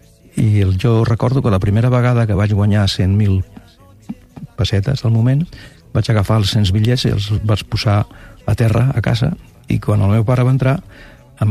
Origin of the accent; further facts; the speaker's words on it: Barcelona, Catalonia, Spain; Recordo que al meu barri, a Sant Gervasi, hi havia un alcalde d'aquell moment, un bon tipus